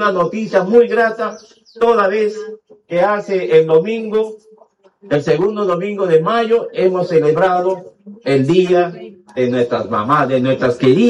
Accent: San Martín, Peru

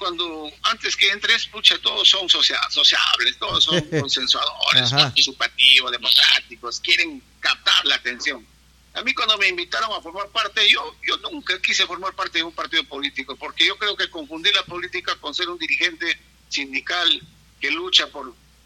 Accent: Tocache, San Martín, Peru; born there; soy de Tocache, vivo en Tocache, soy un profesional hecho en Tocache, mis hijos son de Tocache, mis padres son de Tocache

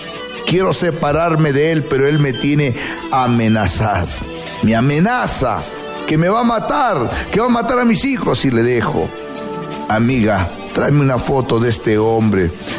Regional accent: Huancabamba, Piura, Peru; Tradición inca de mi tierra, Huancabambina. … el chamán de América. Amigos, 67 años de vida

